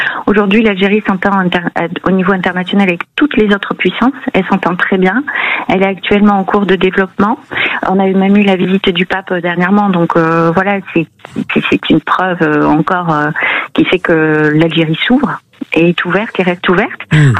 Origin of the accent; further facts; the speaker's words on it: France; born there; Alors moi, je suis née en France. Je suis née en France. Mes parents sont d'origine algérienne.